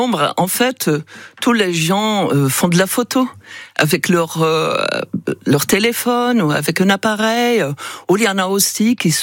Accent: Netherlands; French is a second language; now in Le Petit-Pressigny, France; Je suis néerlandaise

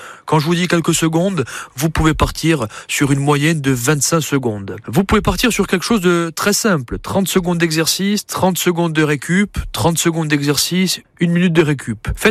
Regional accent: Corsica, France; chez nous en Corse, nous avons, je pense, de merveilleux paysages.

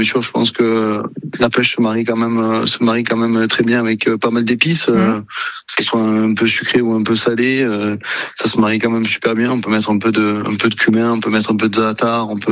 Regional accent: Marseille, Provence-Alpes-Côte d'Azur, France; now in Mazan, France; j'ai grandi à Marseille

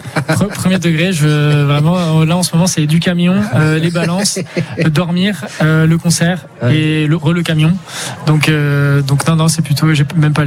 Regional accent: Geneva, Switzerland; born there; Je suis né à Genève, tout à fait.

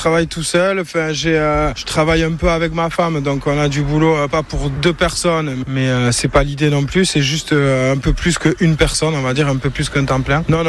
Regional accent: Nouvelle-Aquitaine, France; je suis originaire d'ici, ouais. Ouais, j'habitais à Chérotte, là maintenant j'habite à Mendit, c'est pas loin, ouais.

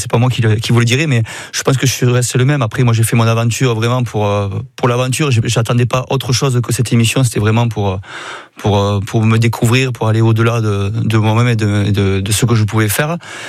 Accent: Arles-sur-Tech, Occitanie, France; moi je suis natif d'Arles-sur-Tech, donc

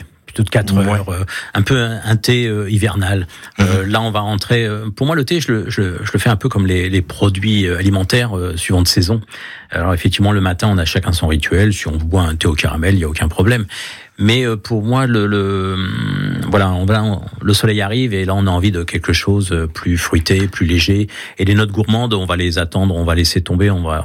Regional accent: Paris, Île-de-France, France; moved away; j'ai quand même un défaut, c'est que je suis parisien.

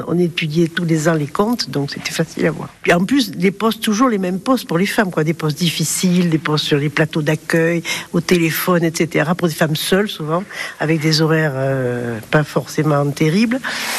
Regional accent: Périgueux, Nouvelle-Aquitaine, France; je suis née à Périgueux, je vis à Périgueux, toujours, voilà.

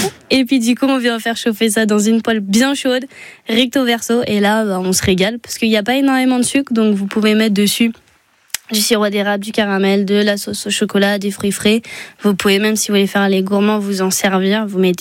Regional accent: Brittany, France; moi, je viens de Bretagne

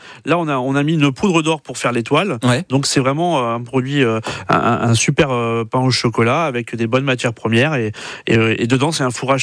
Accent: Paris, Île-de-France, France; Et quand on est parisien, et ben on est fier d'afficher ses couleurs.

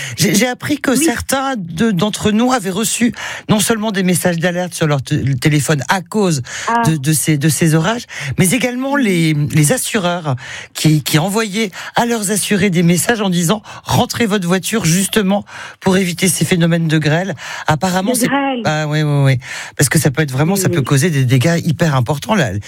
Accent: Orléans, Centre-Val de Loire, France; je suis d'Orléans et mon papa habite en Sologne, près d'Ivoile-Marron.

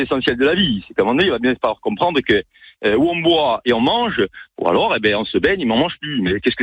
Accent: Tolla, Corsica, France; moi, je suis de Tolle

